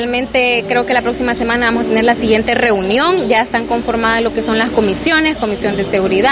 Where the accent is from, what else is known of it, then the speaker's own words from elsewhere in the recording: Honduras; nosotros como hondureños